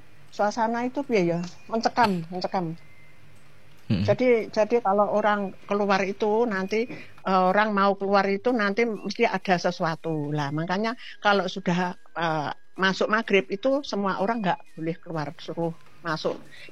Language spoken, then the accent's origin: Indonesian; East Java, Indonesia; born there